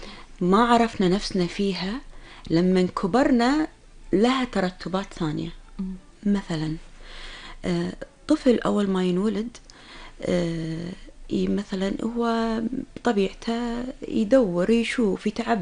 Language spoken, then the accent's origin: Arabic; Kuwait; عندنا بالكويت